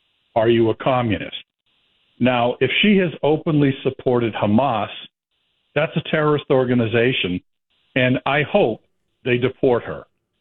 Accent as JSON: {"language": "English", "town": "Foxborough", "region": "Massachusetts", "country": "United States", "tie": "born or raised there", "said": "And we got married in Foxborough, my hometown, on July 28th."}